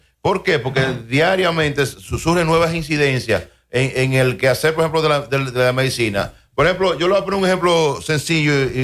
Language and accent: Spanish; Dominican Republic; todos somos dominicanos.